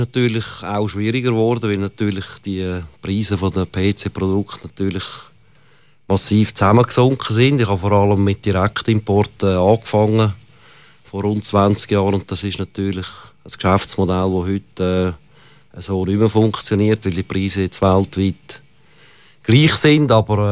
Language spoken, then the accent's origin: German; Zurich, Switzerland